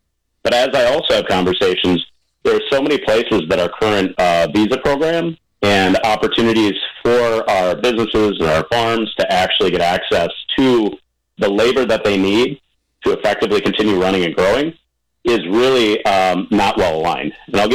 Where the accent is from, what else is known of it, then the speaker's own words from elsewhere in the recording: Larsen, Wisconsin, United States; moved away as an adult; now in Ozaukee County, United States; my parents were working at a feed mill and a supper club when I was growing up in Larson, and now I live in Ozaukee County in the very southeast corner of the district.